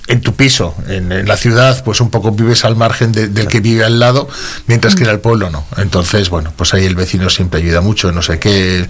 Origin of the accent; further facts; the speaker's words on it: Vallejo de Orbón, Castile and León, Spain; Bueno, en Vallejo de Orbón, que sí, es mi pueblo, pertenece al Ayuntamiento de Brañosera.